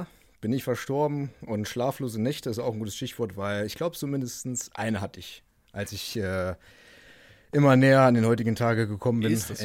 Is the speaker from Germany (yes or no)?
yes; Werther, Thuringia, Germany; Also, ich bin Baujahr 01, also 25. Und ich komme aus dem kleinen, aber feinen Nordhausen. Am Harz.